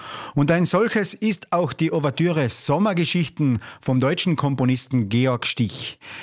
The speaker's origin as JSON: {"language": "German", "country": "Austria", "said": "Wir haben bei uns in Österreich ja bekanntlicherweise 9 Militärmusikkapellen."}